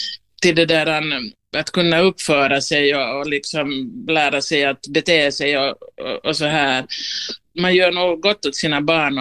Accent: Ostrobothnia, Finland; now in Uusimaa, Finland; där jag läst mitt liv helt i lugn och ro som österbottning utan kräftskivor och det där.

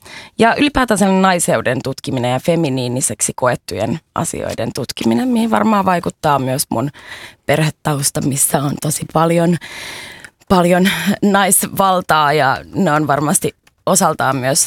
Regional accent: Helsinki, Uusimaa, Finland; mistä mä oon kotoisin, mä oon Sinipohjois-Helsingistä

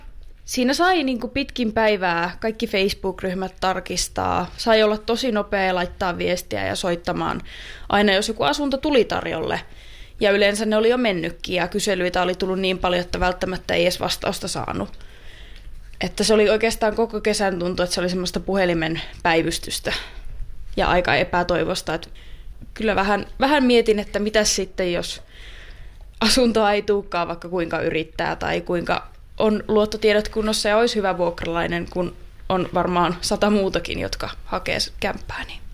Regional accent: Kokkola, Central Ostrobothnia, Finland; Esimerkiksi Kokkolasta, mistä itse olen kotoisin, niin siellä vuokra-asunnon saaminen on tosi vaikeaa lemmikin kanssa.

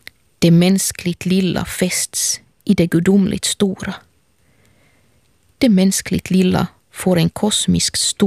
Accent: Helsinki, Uusimaa, Finland; och jag är från Helsingfors.

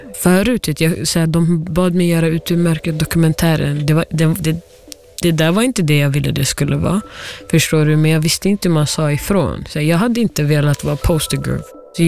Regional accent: Stockholm, Stockholm County, Sweden; born there; Mer än 30 människor har blivit skjutna bara här i Järvaområdet.

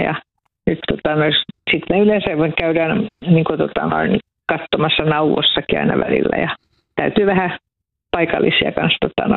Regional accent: Vihti, Uusimaa, Finland; Joo, me ollaan Vihdistä meillä on mökki täällä Korppossa

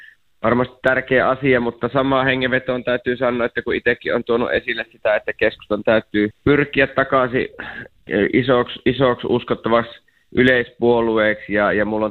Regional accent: Eastern Finland, Finland; oma vaalipiiri on Savo-Karjala ja kuitenkin tulen Itäistä Suomesta

